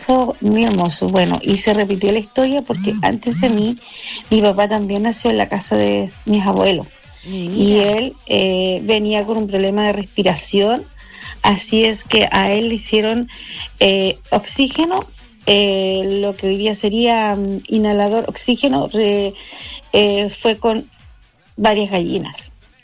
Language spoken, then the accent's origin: Spanish; Calbuco, Los Lagos, Chile; born there; de Calbuco, la señora de Antonio.